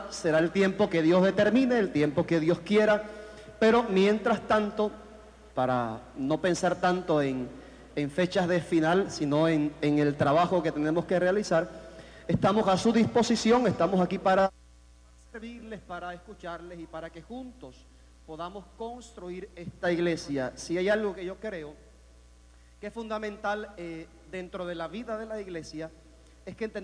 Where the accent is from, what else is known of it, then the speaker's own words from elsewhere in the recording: Agua Buena, Los Santos, Panama; Soy oriundo de una comunidad vecina de aquí del distrito de Macaracas, soy oriundo de Aguabuena de los Santos